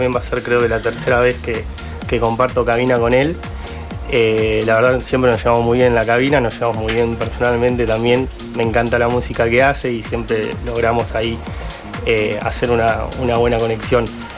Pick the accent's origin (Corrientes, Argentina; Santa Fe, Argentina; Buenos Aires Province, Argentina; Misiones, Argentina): Buenos Aires Province, Argentina; Arrecifes; Yo soy de Arrecife